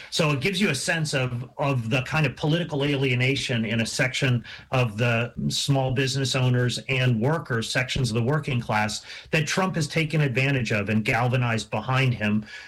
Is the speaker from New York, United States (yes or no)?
yes; Schenectady, New York, United States; where I grew up in Schenectady, New York, that have had their lives wrecked by plant relocation, replacement of workers by machines with robotics, and by globalization.